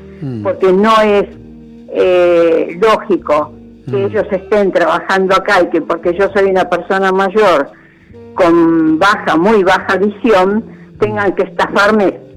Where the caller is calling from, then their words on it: Morón, Buenos Aires Province, Argentina; de Morón.